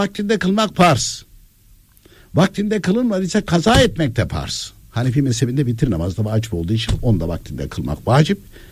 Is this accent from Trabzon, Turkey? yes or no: no; Konya, Turkey; Mesela daha önce yıllardır Türkiye Gazetesi ve TGRT'e anlata ben de kendim Konyalıyım.